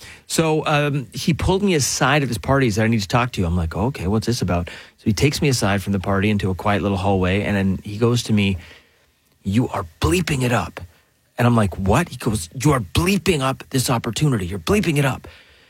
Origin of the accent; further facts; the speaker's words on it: Etobicoke, Ontario, Canada; I think I've mentioned that I'm like from Etobicoke and that I went to like McMaster maybe.